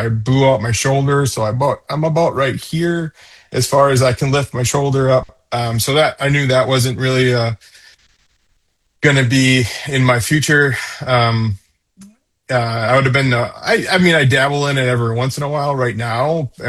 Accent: Campbellsport, Wisconsin, United States; also born or lived in Fond du Lac, Wisconsin; I was born and raised in Campbellsport, Wisconsin, which is about an hour or so south of here. Little town that nobody's ever heard of with no traffic lights. But then I went to high school in Fond du Lac at Winnebago Lutheran Academy.

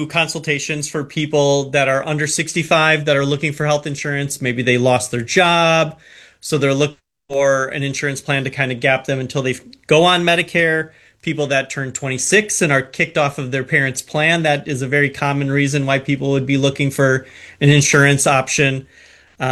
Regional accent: Wisconsin, United States; moved away as an adult; also born or lived in New Jersey; now in Appleton, United States; I wanted to move back to my home state too. So I came back to Appleton

